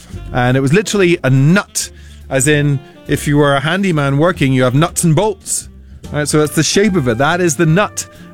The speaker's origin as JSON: {"language": "English", "region": "Northern Ireland", "country": "United Kingdom", "tie": "born or raised there", "said": "Actually, you know, I grew up in Northern Ireland, and you know what they called them there? Gravy rings."}